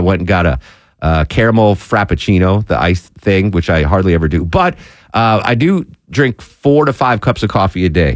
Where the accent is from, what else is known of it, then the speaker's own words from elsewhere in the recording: Connecticut, United States; there's one in my hometown, which blows my mind. That because in Connecticut, sandwiches like that, sub sandwiches, they're called grinders for whatever reason.